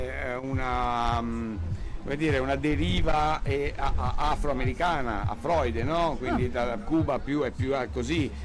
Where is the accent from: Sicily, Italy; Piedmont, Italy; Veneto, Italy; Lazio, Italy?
Veneto, Italy; essendo veneto